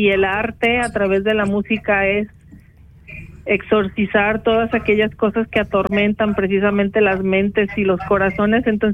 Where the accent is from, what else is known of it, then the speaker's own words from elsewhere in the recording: Guadalajara, Jalisco, Mexico; Yo soy de Guadalajara